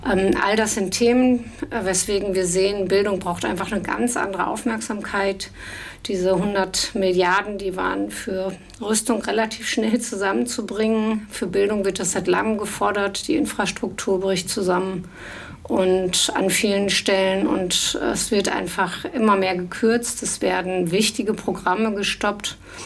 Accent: West Germany, Germany; ich bin in Westdeutschland groß geworden

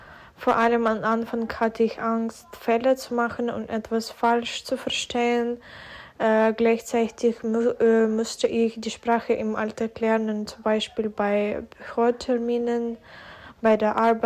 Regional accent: Kremenchuk, Poltava Oblast, Ukraine; German is a second language; now in Berlin, Germany; Ich komme aus der Ukraine, aus Kremenchuk. Ich lebe seit 2022 in Deutschland und ich bin wegen des Krieges nach Deutschland gekommen.

